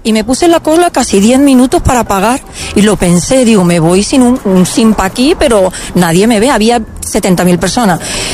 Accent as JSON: {"language": "Spanish", "town": "Málaga", "region": "Andalusia", "country": "Spain", "said": "Y la toalla de la playa, que nosotros somos de Málaga."}